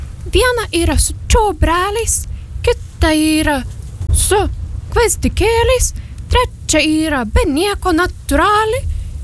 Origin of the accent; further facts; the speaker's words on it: Vilnius, Vilnius County, Lithuania; Aš augau Pašilaičiuose, supiausi ant virvės skalbinams ir man gimė tokia muzikėlė ir tokia mintelė